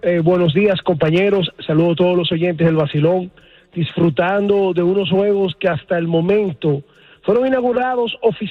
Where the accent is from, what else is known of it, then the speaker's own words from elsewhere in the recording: Dominican Republic; decirle al mundo que no somos nosotros los dominicanos que lo estamos diciendo